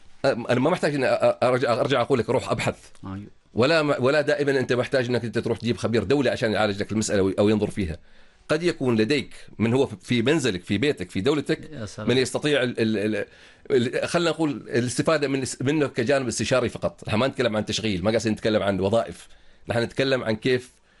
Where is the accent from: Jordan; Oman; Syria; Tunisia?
Oman